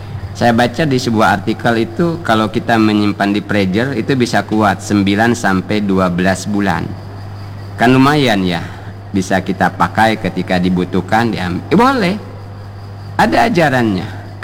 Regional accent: Bangka Belitung Islands, Indonesia; kata kita orang Bangka basing

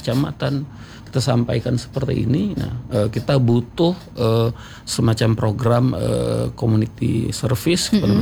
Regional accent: Bogor, West Java, Indonesia; kita berasal dari Bogor

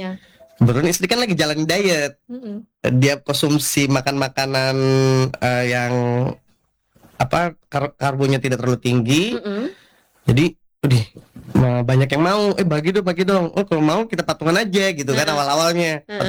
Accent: Jakarta, Indonesia; Kebetulan saya asli dari Jakarta.

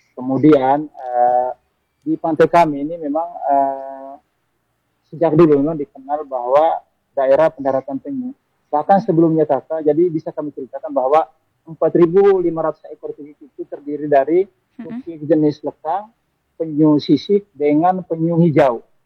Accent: Flores, East Nusa Tenggara, Indonesia

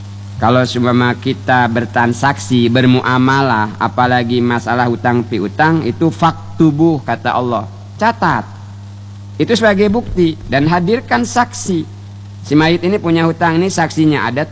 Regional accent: Bangka Belitung Islands, Indonesia; kuda kawa, kata kita orang Bangka kan, membayar.

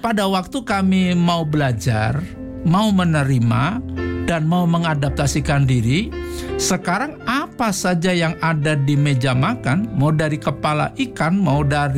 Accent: Java, Indonesia; Ya, seperti saya dengan Ibu Oli, saya Jawa, Ibu Oli itu orang Ambon.

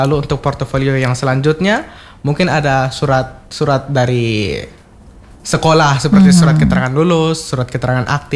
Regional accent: Alor, East Nusa Tenggara, Indonesia; Saya asli NTT, orang alor.

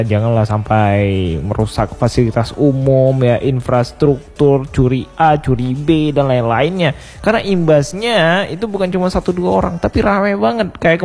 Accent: Banda Aceh, Aceh, Indonesia; kita selaku warga Banda Aceh

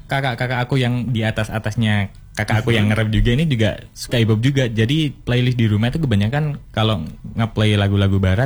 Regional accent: Malang, East Java, Indonesia; Aku aslinya dari Malang.

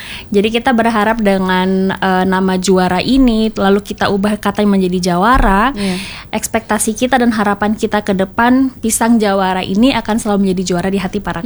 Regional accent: Kupang, East Nusa Tenggara, Indonesia; moved away as an adult; also born or lived in Java; Sebenarnya Beta itu adalah anak Kupang yang baru pulang dari tanah rantau, dari Jawa gitu. Sebelumnya ikut suami di Jawa karena ada alasan tertentu harus kembali ke Kupang, ada alasan keluarga gitu.

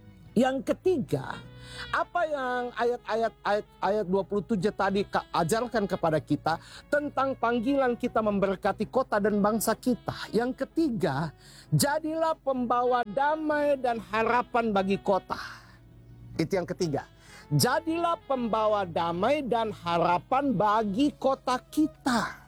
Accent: Indonesia

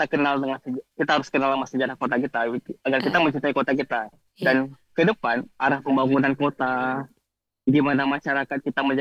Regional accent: Aceh, Indonesia; kita tinggal di Aceh, kita orang Aceh

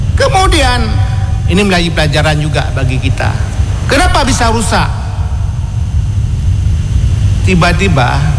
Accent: Aceh, Indonesia; Sehingga kita jadi tahu siapa saja nenek moyang kita orang Aceh ini.

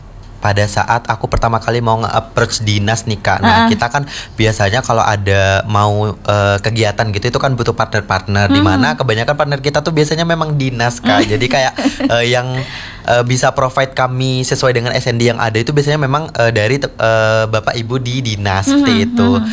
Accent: Jember, East Java, Indonesia; Nah kalau saya sendiri sih alhamdulillahnya Jember ya kak.

